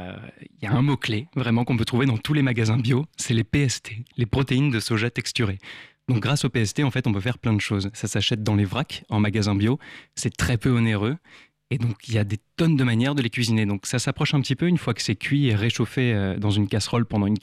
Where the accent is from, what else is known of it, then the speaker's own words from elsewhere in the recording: Arcachon, Nouvelle-Aquitaine, France; moved away; also born or lived in Menton; je suis aussi du sud-ouest d'Arcachon, j'ai vécu à Menton, aux abords de Monaco